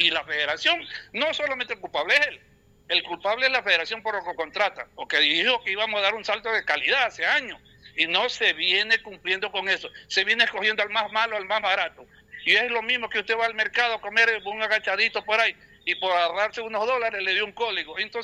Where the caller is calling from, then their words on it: Ecuador; Ojalá, como ecuatoriano